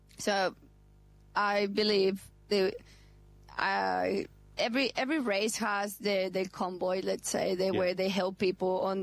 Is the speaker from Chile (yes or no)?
yes; Chile; born or raised there; now in Perth, Australia